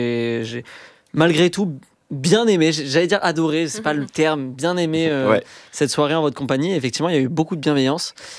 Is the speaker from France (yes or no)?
yes; Marseille, Provence-Alpes-Côte d'Azur, France; je suis marseillais